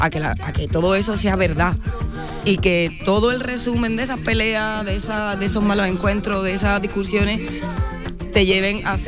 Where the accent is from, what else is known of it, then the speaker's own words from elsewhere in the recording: San Fernando, Andalusia, Spain; ¿de dónde soy? De uh-huh. San Fernando, Cádiz